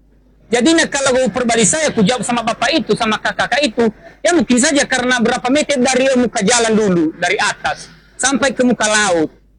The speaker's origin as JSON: {"language": "Indonesian", "country": "Indonesia", "tie": "born or raised there", "said": "Desa Babuzaua, desa saya, lahir di sini. Nah, terus dari kecil sampai berkeluarga lah"}